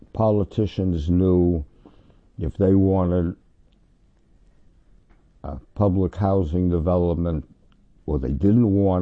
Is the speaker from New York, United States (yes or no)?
yes; New York City, New York, United States; Oh, I grew up on Central Park West and 94th Street. Then I went to Princeton.